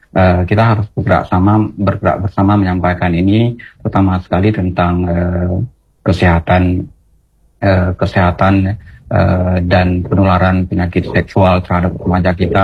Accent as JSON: {"language": "Indonesian", "region": "Aceh", "country": "Indonesia", "said": "Dan tentu dalam konteks masyarakat kita Aceh ini sangat bertolak belakang."}